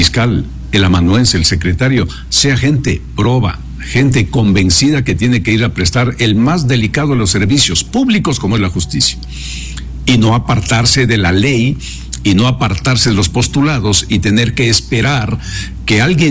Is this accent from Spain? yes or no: no; Ecuador; Como ecuatorianos deberíamos esperar es que no sea necesaria ninguna purga, especialmente en la justicia